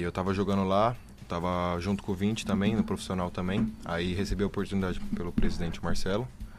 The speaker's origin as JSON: {"language": "Portuguese", "town": "Santo André", "region": "São Paulo", "country": "Brazil", "said": "Sou de São Paulo, Santo André."}